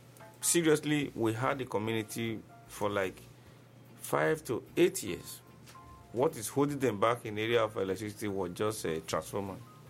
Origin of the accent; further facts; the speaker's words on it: Ewohimi, Edo, Nigeria; now in Benin City, Nigeria; where I came from Ewohimi